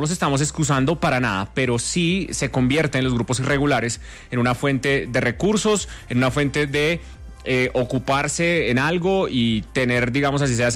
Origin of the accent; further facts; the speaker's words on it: Colombia; este es un tema que nos pone a nosotros a revisarnos como colombianos qué es lo que está pasando.